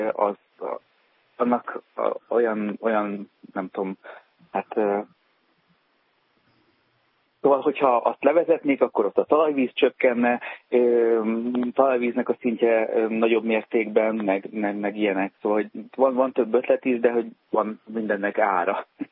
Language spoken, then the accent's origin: Hungarian; Fejér, Hungary; Én a Velencei tó partján nőttem fel